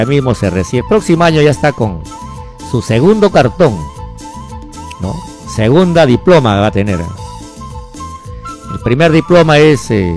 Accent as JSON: {"language": "Spanish", "town": "Bagua Grande", "region": "Amazonas", "country": "Peru", "tie": "born there", "also_born_or_lived": "Cajamarca", "said": "yo soy de raíces baguagrandinas, yo soy nacido en Baguagrande."}